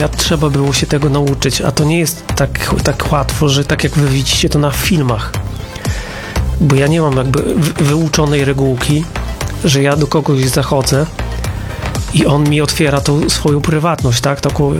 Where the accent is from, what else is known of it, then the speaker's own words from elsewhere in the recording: Mońki, Podlaskie Voivodeship, Poland; born there; Ja się urodziłem w Mońkach